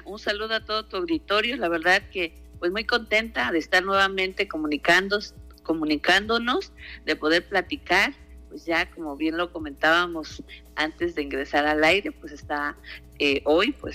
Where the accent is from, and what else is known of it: Oaxaca, Mexico